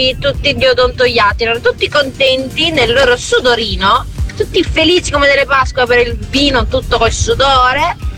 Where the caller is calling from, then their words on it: Verona, Veneto, Italy; adesso io dovrò diventare vicentina da veronese. Per lavoro mi trasferirò